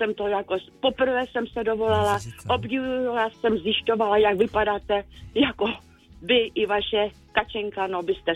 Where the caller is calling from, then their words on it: Ostrava, Moravian-Silesian Region, Czechia; Z Ostravy.